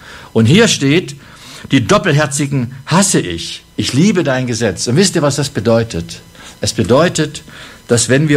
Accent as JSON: {"language": "German", "town": "Jena", "region": "Thuringia", "country": "Germany", "tie": "born or raised there", "said": "Und in meiner Nähe gibt es die Saaletalsperren, wo ich aufgewachsen bin in Jena."}